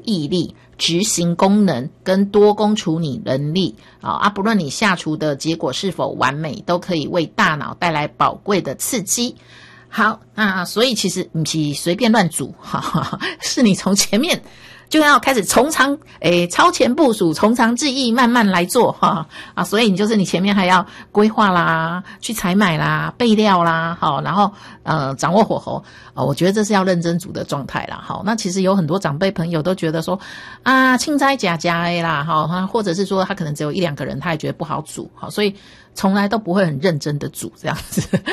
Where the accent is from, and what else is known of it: Taiwan